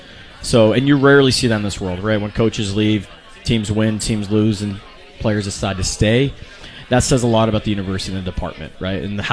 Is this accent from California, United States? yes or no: yes; Los Angeles, California, United States; also born or lived in San Francisco; I'm from Los Angeles originally, and it took me all the way up to San Francisco going to school there for 2 years.